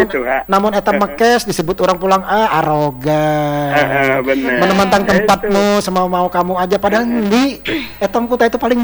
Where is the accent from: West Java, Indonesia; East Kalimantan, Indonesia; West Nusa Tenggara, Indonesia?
East Kalimantan, Indonesia; kami orang Kutai lah gitu.